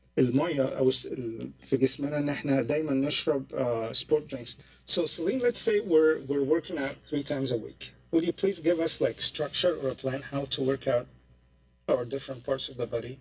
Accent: Egypt; بالذات يعني احنا عندنا في مصر الفطاير والشوكولاتات والحاجات دي

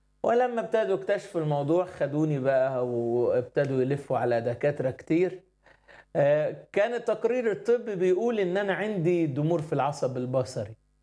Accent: Asyut, Asyut Governorate, Egypt; أنا أصلا من أسيوط. أنا اتولدت كفيف، واتولدت في أسرة مسيحية.

